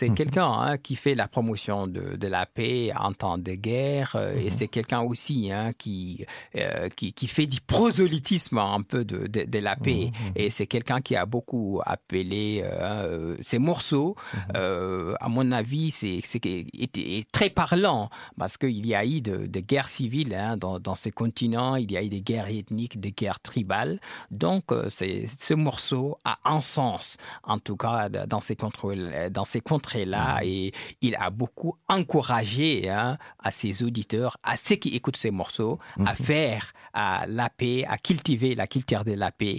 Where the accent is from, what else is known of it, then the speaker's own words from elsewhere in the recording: Fouta Toro, Senegal; cette région qui est la région natale de … qui est ma région natale, qu'on appelle le Fouta Toro.